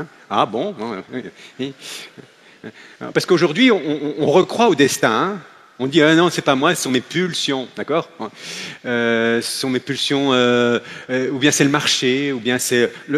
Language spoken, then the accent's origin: French; Belgium; Je suis un Belge, je suis désolé, je ne suis pas un Français.